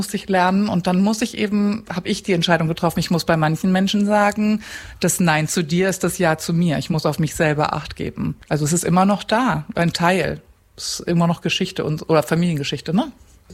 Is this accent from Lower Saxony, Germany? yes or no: yes; Cuxhaven, Lower Saxony, Germany; born or raised there; also born or lived in Hamburg